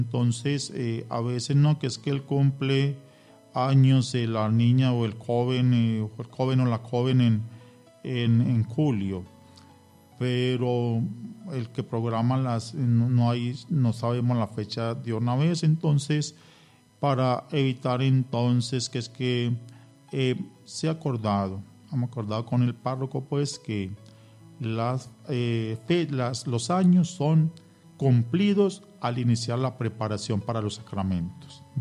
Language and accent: Spanish; Angostura, Antioquia, Colombia; Angostura y nuestra comunidad parroquial de San José, todos los angostureños estamos con ustedes.